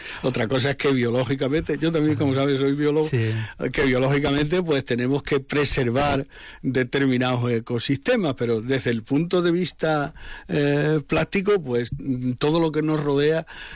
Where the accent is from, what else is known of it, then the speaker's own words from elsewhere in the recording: Badajoz, Extremadura, Spain; also born or lived in Don Benito; Yo, mi ciudad es Badajoz, nací en Don Benito, pero es verdad que vine muy pronto y que ya mis hijos nacieron aquí, entonces ya es Badajoz.